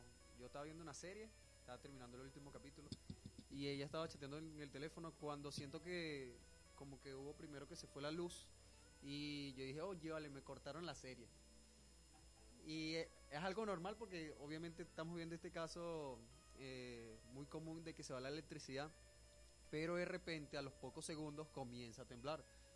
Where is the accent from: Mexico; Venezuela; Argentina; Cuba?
Venezuela; nos une como venezolanos